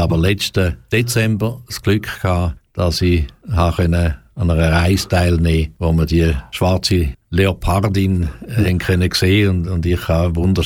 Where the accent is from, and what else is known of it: Romanshorn, Thurgau, Switzerland; born or raised there